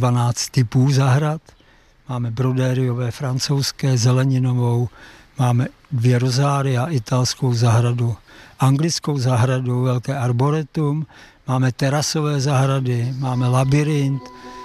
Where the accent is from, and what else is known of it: Liberec, Liberec Region, Czechia; born there